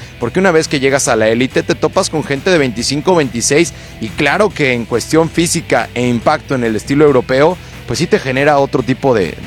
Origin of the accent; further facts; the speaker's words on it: Mexico; a nosotros no nos pasa como mexicanos